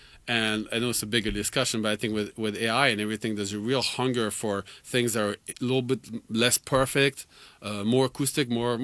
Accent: France; And then I grew up in France. So in France, he was like absolutely like the war.

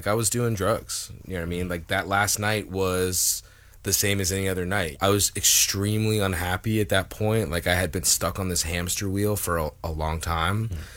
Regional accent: Southwest Ranches, Florida, United States; I grew up in Southwest Ranches. I remember, like, you know, jumping the fence, going into the park.

